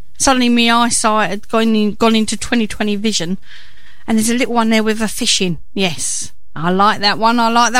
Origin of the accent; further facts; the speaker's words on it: London, United Kingdom; because I'm from Canning Town, you know.